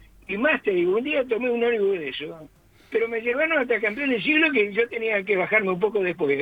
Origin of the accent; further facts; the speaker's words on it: Montevideo, Uruguay; also born or lived in La Teja, Montevideo; soy de Pueblo Victoria.